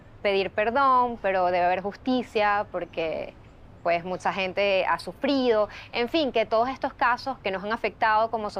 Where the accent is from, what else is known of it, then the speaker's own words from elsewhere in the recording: Venezuela; Y creo también que un país como el nuestro necesita una memoria para no repetir su desgracia.